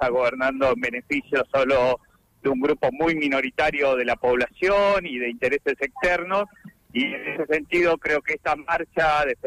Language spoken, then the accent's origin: Spanish; Trelew, Chubut, Argentina; somos de Trelew, caminamos los barrios